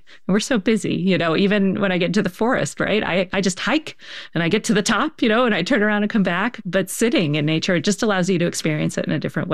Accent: Baltimore, Maryland, United States; You know, I'm from Baltimore

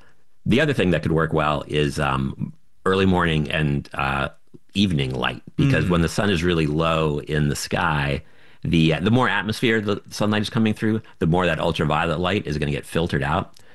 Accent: Florida, United States; moved away; I grew up in Florida

